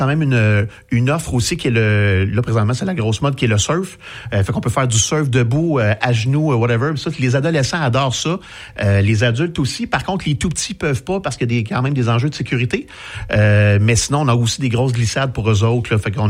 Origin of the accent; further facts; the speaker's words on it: Saint-Hyacinthe, Quebec, Canada; moved away as an adult; Puis je viens de la région de Saint-Hyacinthe, moi. Fait que je revenais un petit peu par chez moi.